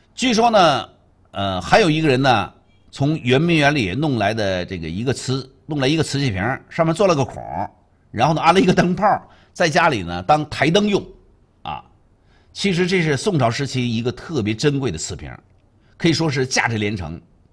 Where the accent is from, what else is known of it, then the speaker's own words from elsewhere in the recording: China; 我们中国人